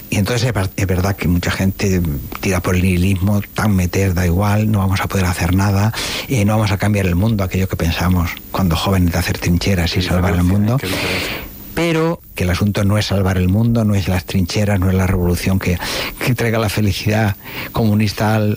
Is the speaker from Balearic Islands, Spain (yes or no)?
yes; Balearic Islands, Spain; algo que no valoramos hasta que nos salimos de España y nos salimos de Mallorca.